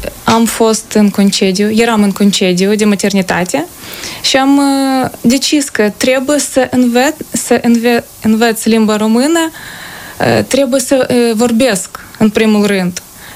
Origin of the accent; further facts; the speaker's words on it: Ukraine; m-am născut în Ucraina, pe malul Mării Negre. Am terminat o școală, am învățat în limba ucraineană, dar în țara mea n-am avut succes să fiu admisă la nicio universitate.